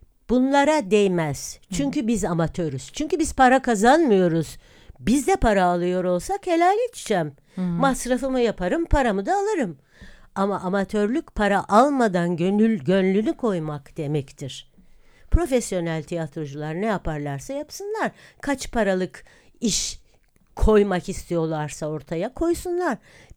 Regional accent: Istanbul, Turkey; Çoğu adalardan, çünkü çocukluğum orada geçmiş.

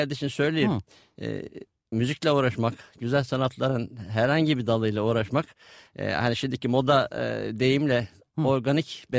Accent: Kütahya, Turkey; born there; Kütahya doğumluyum.

